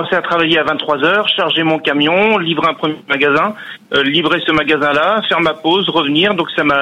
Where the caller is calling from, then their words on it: Sainte-Maure-de-Touraine, Centre-Val de Loire, France; Alors, je suis en sud de Touraine, je suis à Sainte-Maure-de-Touraine, comme le fromage de chèvre.